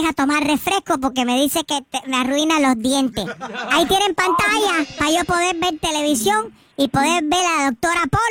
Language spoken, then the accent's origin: Spanish; Cuba; Bueno, tú sabes, yo soy cubano.